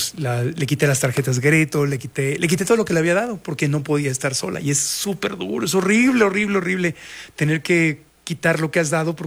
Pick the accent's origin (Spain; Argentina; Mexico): Mexico; Coyoacán, Mexico City; also born or lived in Tijuana; Yo nací en Tijuana, pero de chico, como de el año y medio, 2 años, hasta mis 7, 8 años, vivimos en Coyoacán.